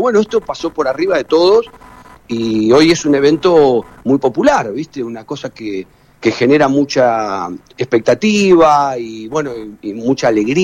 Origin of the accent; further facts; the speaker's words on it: Haedo, Buenos Aires Province, Argentina; yo soy de Aedo, ¿no? Oriundo de Aedo, de provincia de Buenos Aires, del oeste, y me acuerdo que siempre agarramos una calle que se llama Lavallol, que era por la cual vivíamos nosotros.